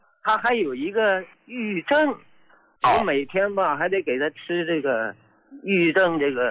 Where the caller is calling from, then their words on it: Qinhuangdao, Hebei, China; 我是秦皇岛市抚宁区榆关北总庄的。